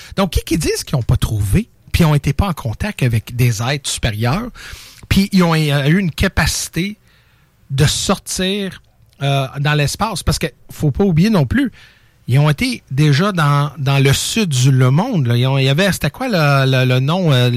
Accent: Montreal, Quebec, Canada; Regarde, moi, je viens de Montréal, là.

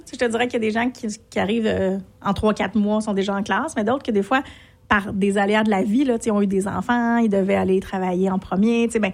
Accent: Repentigny, Quebec, Canada; also born or lived in Montreal; Sur la rive nord de Montréal.

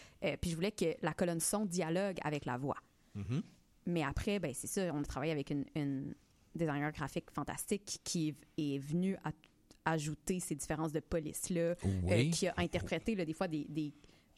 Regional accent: Quebec City, Quebec, Canada; je viens de Québec.

